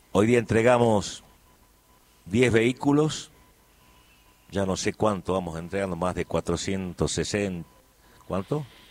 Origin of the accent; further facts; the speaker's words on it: Argentina; los argentinos somos pasionales, los argentinos cuando queremos algo, luchamos por ese sueño